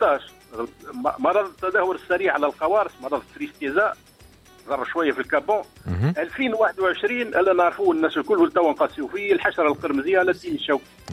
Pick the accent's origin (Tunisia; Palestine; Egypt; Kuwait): Tunisia